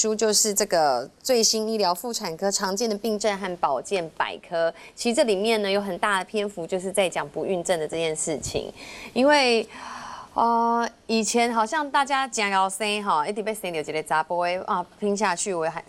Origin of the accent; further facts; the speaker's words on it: Taiwan; 以我们台湾人来讲哦